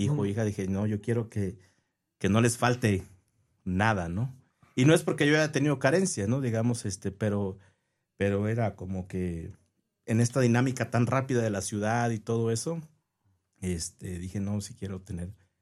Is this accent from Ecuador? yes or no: no; Mexico; Yo quería estar aquí en mi país.